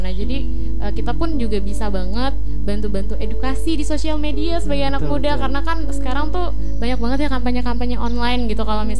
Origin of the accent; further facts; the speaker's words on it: Kalimantan, Indonesia; kita sebagai orang Kalimantan